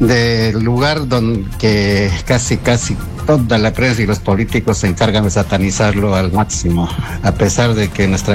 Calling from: Pichari, Cusco, Peru

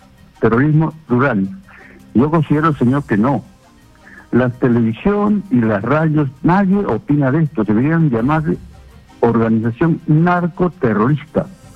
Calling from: Ica, Peru

